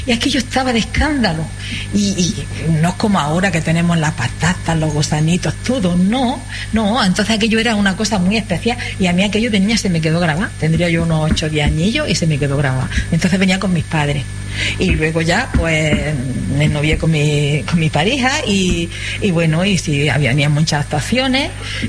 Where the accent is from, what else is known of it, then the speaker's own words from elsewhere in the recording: Adra, Andalusia, Spain; Al principio yo venía con mis padres, porque yo no he nacido en la Alcazaba, yo nací en el Trebolar. O sea que todavía, como ella, más hacia arriba, más cortillera todavía